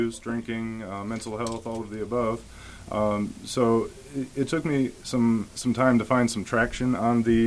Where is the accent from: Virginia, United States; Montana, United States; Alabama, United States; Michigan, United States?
Michigan, United States; Kalamazoo; I was raised here in Kalamazoo.